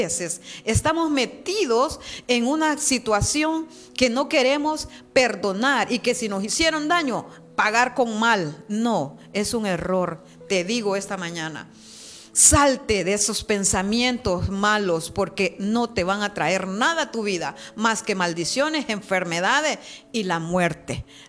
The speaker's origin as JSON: {"language": "Spanish", "town": "Olanchito", "region": "Yoro", "country": "Honduras", "lives_now": "La Ceiba, Honduras", "said": "yo vengo de La Ceiba, pero soy de Olanchito. Tengo 28 años de haberme ido para La Ceiba."}